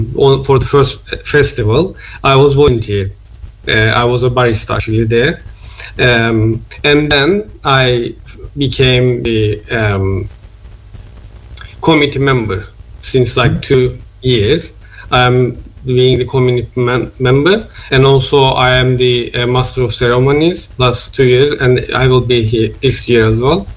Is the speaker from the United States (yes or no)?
no; Cyprus; now in London, United Kingdom; I'm actually from Cyprus. I was born and grew up in Cyprus, and then I moved to London. And I am living in South London.